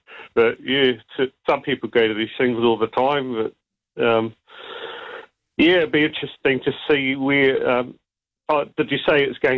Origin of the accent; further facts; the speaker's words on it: New Zealand; It's just, one good thing about being a Kiwi is going to events like that, not even just music, but, things like air shows and car shows